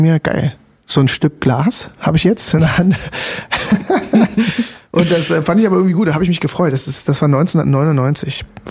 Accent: Chemnitz, Saxony, Germany; also born or lived in Frankfurt (Oder); wir sind aus Frankfurt oder weg, da war, als die Mauer fiel, da war ich 9, genau, und dann sind wir nach Chemnitz.

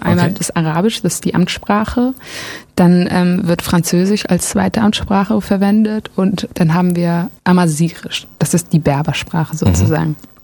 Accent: Germany; first language German; nee, Englisch ist es eigentlich nicht, weil ich bin ja Deutsch und das ist meine Muttersprache.

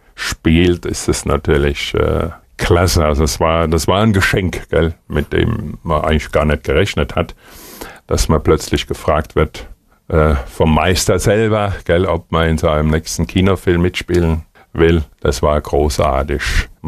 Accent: Hesse, Germany; Ich komme ja aus Hessen

